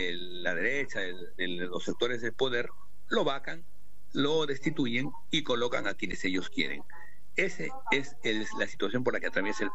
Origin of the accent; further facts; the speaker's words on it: Peru; los peruanos, 28 millones de peruanos, decidamos quién será nuestro próximo presidente